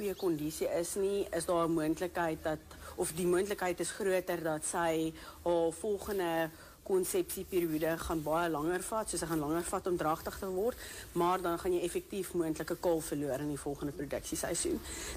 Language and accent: Afrikaans; Pretoria, Gauteng, South Africa; born or raised there